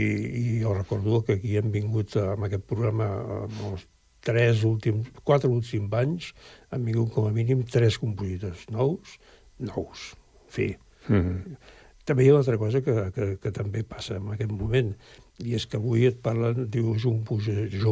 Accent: Andorra; born there; Clar, bueno, som nascuts d'Andorra, per les circumstàncies també especials.

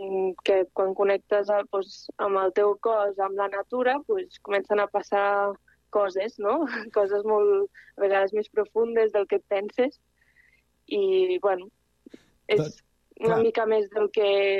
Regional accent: Barcelona, Catalonia, Spain; now in Oliana, Spain; jo soc de Barcelona de tota la vida, vaig néixer allà i, bueno, semblarà una mica atòpic, no?, però bàsicament vaig arribar a Oliana, a l'Alt Urgell, per amor.

